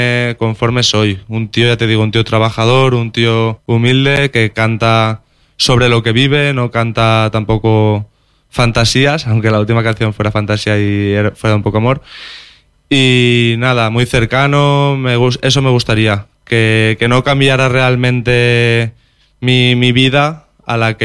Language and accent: Spanish; Valencian Community, Spain; first language Valencian; Spanish is a second language; Sí, además es mi lengua materna. De hecho, bueno, estarás viendo que durante la entrevista el castellano no es mi lengua principal.